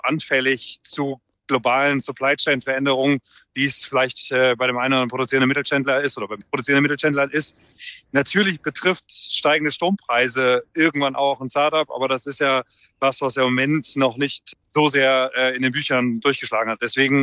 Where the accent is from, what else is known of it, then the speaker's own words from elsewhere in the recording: Cologne, North Rhine-Westphalia, Germany; Und ich bin selber Kölner. Von Köln kommt man ja perfekt überall hin.